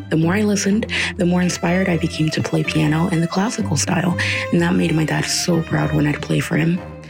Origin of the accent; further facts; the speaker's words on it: Tampa, Florida, United States; I'm from Tampa.